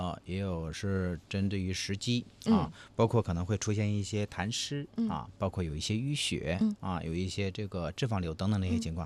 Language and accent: Chinese; Hebei, China; 是我们河北人